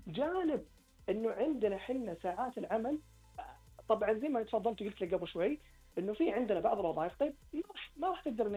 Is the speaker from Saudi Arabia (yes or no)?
yes; Saudi Arabia; عندنا في المملكة العربية السعودية